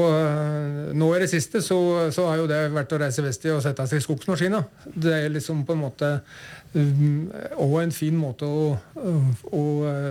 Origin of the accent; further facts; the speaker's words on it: Uvdal, Buskerud, Norway; Utover det så er jeg hjemme i Uvdal.